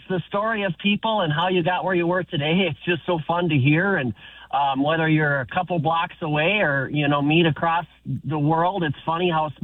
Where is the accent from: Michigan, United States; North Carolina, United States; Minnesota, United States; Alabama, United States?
Minnesota, United States; Long Prairie; moved away as an adult; I grew up around Long Prairie. So, yeah, I spent my first 18 years of life there. And, you know, I only moved 50 miles away, so it's not so bad.